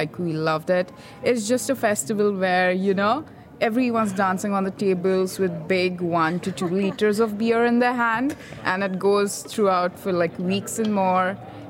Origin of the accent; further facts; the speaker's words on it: India; moved away; for me especially, being an Indian, coming to Europe itself.